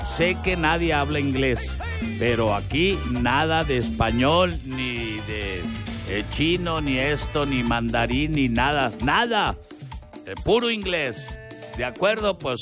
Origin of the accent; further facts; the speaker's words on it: Mexico; moved away as an adult; also born or lived in United States; Y nosotros como mexicanos, ay, después, ay, al rato